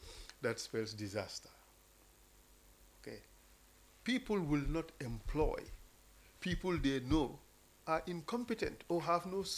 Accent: Gambia

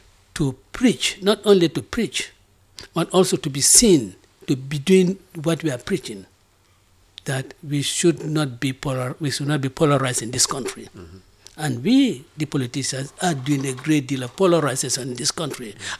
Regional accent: Banjul, Gambia; when I grew up in Half-Die, how can I really think that Wolofs do not deserve anything in this country?

